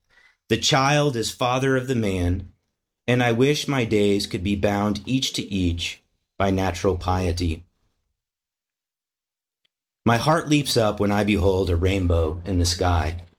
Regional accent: Kansas, United States; when I was a kid, and you know, I grew up in Kansas, and we had a lot of storms coming through

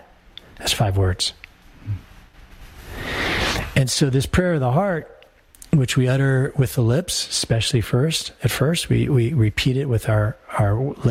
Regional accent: Colorado, United States; born there; moved away as an adult; I came from Colorado

